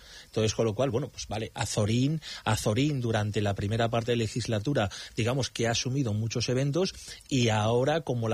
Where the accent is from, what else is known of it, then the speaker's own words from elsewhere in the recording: Móstoles, Community of Madrid, Spain; los que somos de Móstoles